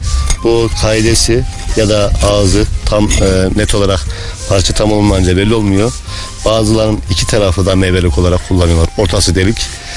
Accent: Kayseri, Turkey; born there; Ben Bünyan Karakaya doğumluyum

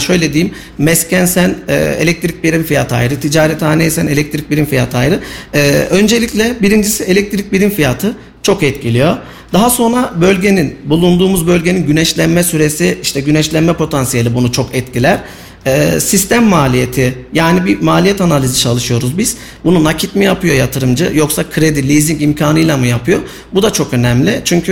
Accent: Kayseri, Turkey; bizim kendi memleketimiz Kayseri ve İç Anadolu bölgesi

